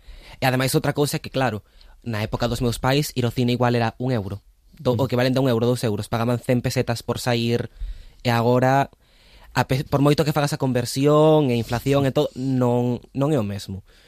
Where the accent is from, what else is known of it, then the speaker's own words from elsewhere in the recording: A Coruña, Galicia, Spain; Sí, a ver, eu son coruñés e, por exemplo, meus pais, a primeira vez que se mudaron foi a un piso de protección oficial